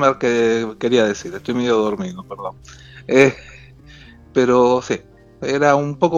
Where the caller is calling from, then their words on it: Buenos Aires, Argentina; De Almagro, más precisamente.